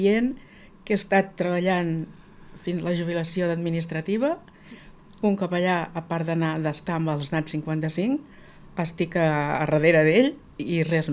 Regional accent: Mataró, Catalonia, Spain; moved away as an adult; also born or lived in Andalusia; now in Argentona, Spain; I he viscut a Mataró des dels 3 anys. Vinc de fora, de part del sud, però, vamos, no ho conec.

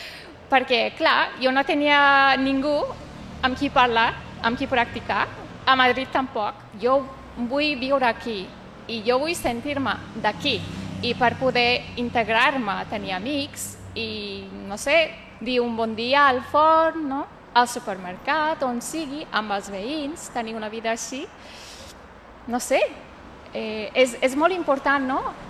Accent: Istanbul, Turkey; Catalan is a second language; moved away as an adult; now in Catalonia, Spain; Jo sóc d'Istanbul, de Turquia.

